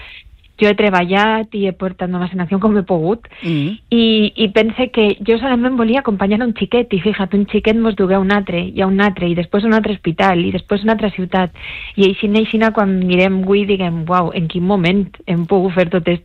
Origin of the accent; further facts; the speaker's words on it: Valencian Community, Spain; per a mi com a valenciana